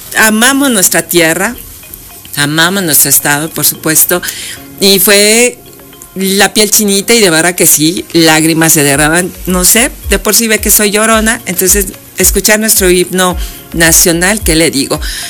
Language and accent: Spanish; Mexico; also born or lived in Veracruz (ancestry); soy de las que se emociona así, literal, mexicana, de Viva México, se me salen palabras así también como buena jarocha, que traigo también sangre.